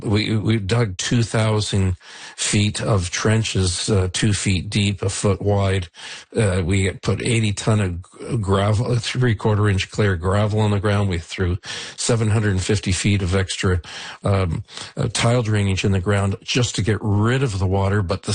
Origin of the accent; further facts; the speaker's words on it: Niagara-on-the-Lake, Ontario, Canada; I grew up in Niagara on the Lake for 69 years. So it's, yeah, my entire life.